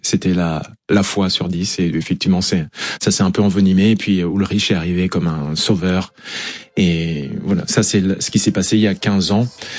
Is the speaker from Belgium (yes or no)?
no; Caen, Normandy, France; born there; Je suis né à Caen, ouais.